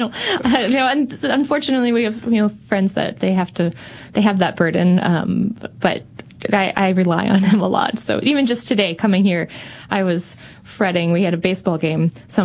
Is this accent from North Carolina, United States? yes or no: no; Rolla, Missouri, United States; We met, I'm from Rolla, so he married the townie.